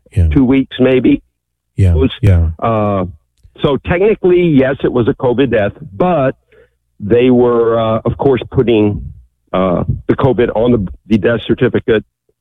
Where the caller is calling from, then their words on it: San Antonio, Texas, United States; I'm a registered nurse in San Antonio, Texas